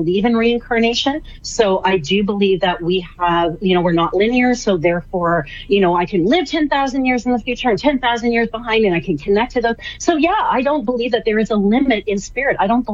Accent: Canada; I'm Canadian, Lace. I'll still say that.

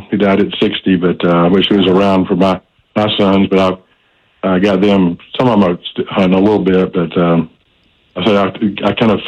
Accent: Winder, Georgia, United States; When I was growing up in Winder, my dad was a local veterinarian

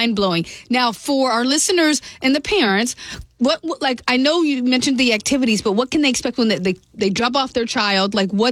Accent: Pensacola, Florida, United States; So I'm just gonna say that my brother and I grew up in Pensacola

